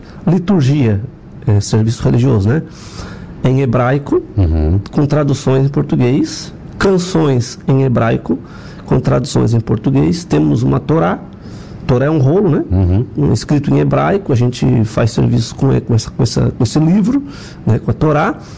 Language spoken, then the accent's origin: Portuguese; Brazil; born there; não negamos a nossa raiz brasileira, somos brasileiros nascidos aqui, né?